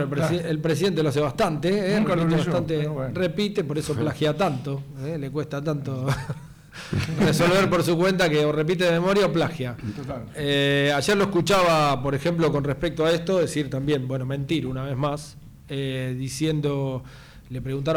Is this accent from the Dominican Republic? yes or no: no; Argentina